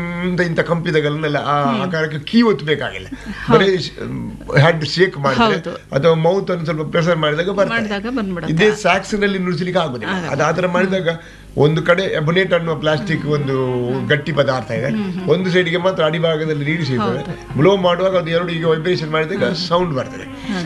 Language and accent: Kannada; Bantwal, Karnataka, India; ಮೂಲತಃ ನಾನು ಬಾಣೆ ಮಂಗಳೂರಿನ ಹತ್ತಿರ ಬಂಟ್ವಾಳ ತಾಲೂಕಿನಲ್ಲಿ ಸಜಿಪ ಗ್ರಾಮ ಬರೀಕು ಗ್ರಾಮ, ಅಲ್ಲಿ ಯಾವುದೇ ಸೌಕರ್ಯಗಳಿಲ್ಲ.